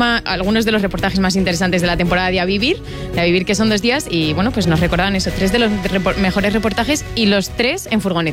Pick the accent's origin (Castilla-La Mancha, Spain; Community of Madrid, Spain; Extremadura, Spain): Castilla-La Mancha, Spain; Gabaldón; Gabaldón, en Cuenca está.